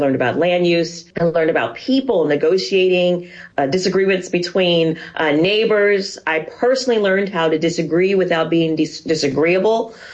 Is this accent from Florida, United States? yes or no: no; San Francisco, California, United States; I grew up in San Francisco, I grew up around City Hall.